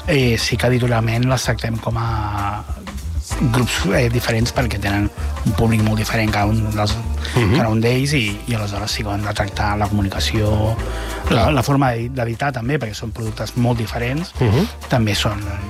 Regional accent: Sabadell, Catalonia, Spain; jo soc de Sabadell

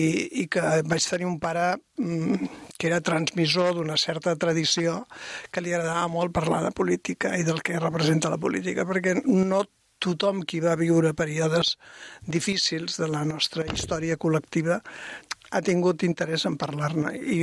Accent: Mollet del Vallès, Catalonia, Spain; Diguem que per al Mollet, poble que hi ha dintre de la ciutat actual, jo sóc la filla de Campinyonaire.

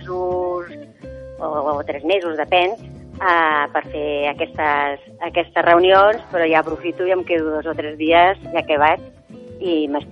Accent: Barcelona, Catalonia, Spain; born there; jo vaig néixer a Barcelona i visc a Barcelona, ara concretament a Esplugues, tota la meva família és menorquina

